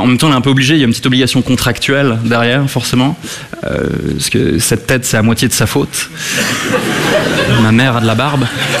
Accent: Switzerland; et effectivement, je suis suisse. Ça surprend les Parisiens, parfois, quand j'explique que je suis suisse

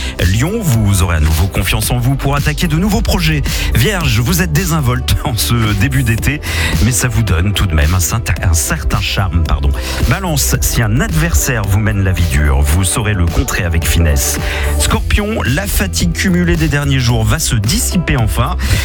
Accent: Normandy, France; Comme on dit chez moi en Normandie

